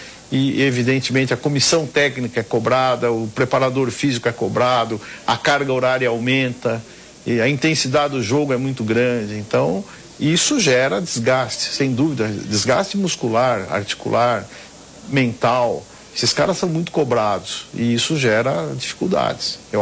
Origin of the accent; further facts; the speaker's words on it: Brazil